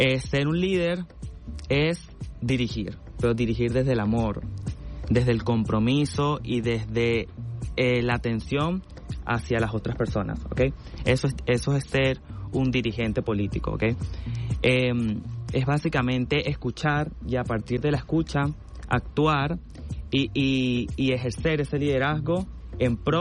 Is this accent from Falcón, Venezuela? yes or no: yes; Falcón, Venezuela; soy de Paraguaná, soy un niño, un joven paraguanero, crecí en la playa, la arena, la gente, el sol.